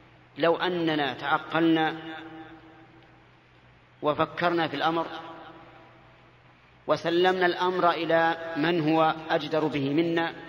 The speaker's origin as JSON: {"language": "Arabic", "country": "Saudi Arabia", "said": "هنا عندنا في السعودية"}